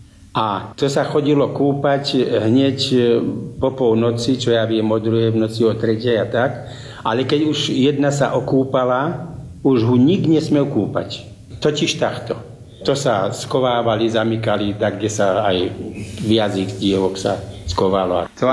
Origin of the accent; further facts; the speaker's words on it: Vyšný Sliač, Žilina Region, Slovakia; Ja som z Vyšného Sliača